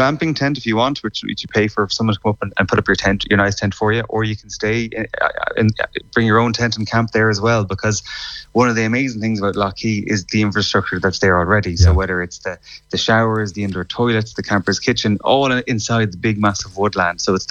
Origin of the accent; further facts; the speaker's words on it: west of Ireland, Ireland; also born or lived in Ballyhaunis; growing up in the West of Ireland